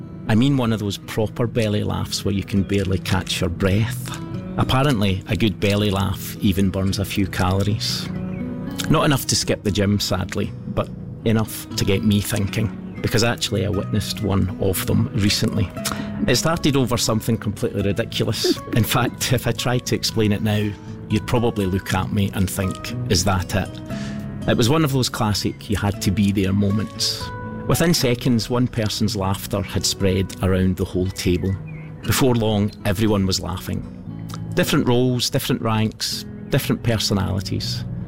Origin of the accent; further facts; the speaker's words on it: Scotland, United Kingdom; now in Akrotiri, Cyprus; As a Scotsman, I'm perhaps not necessarily loving the heat, but I think I'm slowly getting used to it.